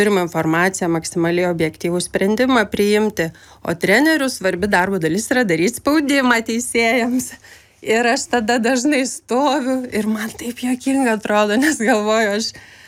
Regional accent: Vilnius, Vilnius County, Lithuania; aš užaugau Aklųjų rajone Vilniuje. Ir jis visai netoli LRT yra.

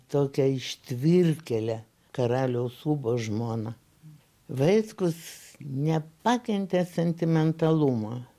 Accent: Kaunas, Kaunas County, Lithuania; now in Vilnius, Lithuania; Dar buvo toks, atsiprašau savo gimtojo miesto, provincialokas.

